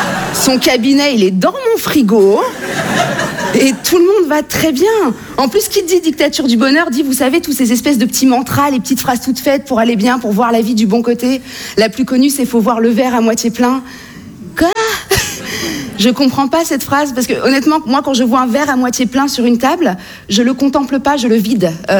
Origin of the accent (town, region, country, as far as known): France